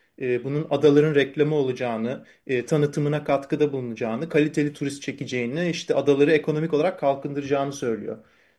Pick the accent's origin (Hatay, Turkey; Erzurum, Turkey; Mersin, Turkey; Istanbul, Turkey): Istanbul, Turkey; Princes' Islands; Yani aslında biz Adalılar olarak ve toplum olarak böyle etkinliklerin faydasını değil zararını göreceğiz.